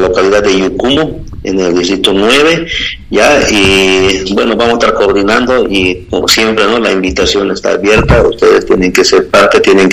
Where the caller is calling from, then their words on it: Ballivián Province, Beni, Bolivia; aquí dentro de la provincia de Valdivia